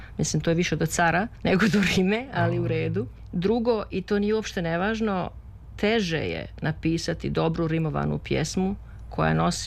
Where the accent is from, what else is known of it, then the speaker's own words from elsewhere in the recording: Prijedor, Republika Srpska, Bosnia & Herzegovina; kako to se kaže kod mene gdje sam odrasla u Prijedoru.